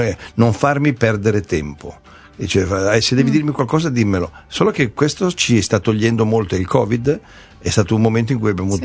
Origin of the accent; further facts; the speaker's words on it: Milan, Lombardy, Italy; Purtroppo guardo sia l'orologio che il cellulare, perché sono milanesi. I milanesi col tempo sono ossessionati, la puntualità.